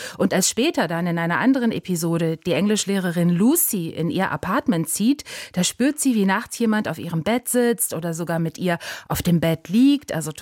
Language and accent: German; Germany; Ich als Deutsche habe natürlich Schwierigkeiten, an Geister zu glauben.